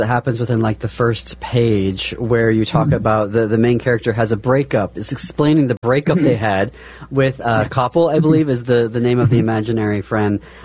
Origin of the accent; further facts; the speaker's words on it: Midwest, United States; as a queer kid, growing up in the Midwest and then having, you know, an Armenian family that was across the ocean